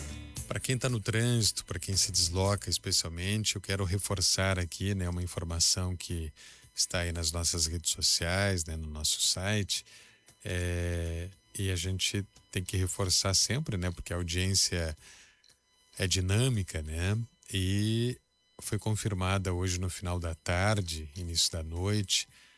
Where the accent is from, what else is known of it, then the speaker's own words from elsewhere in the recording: Vacaria, Rio Grande do Sul, Brazil; Eu falo com propriedade, né? Porque sou natural de Vacaria, né?